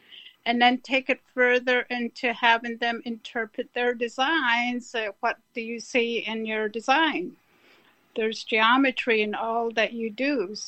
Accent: United States; first language Navajo; English is a second language; I learned weaving in my first language, which was Navajo.

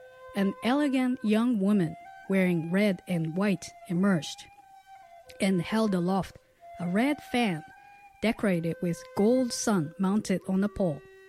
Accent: Japan; moved away; I was born and raised in Japan

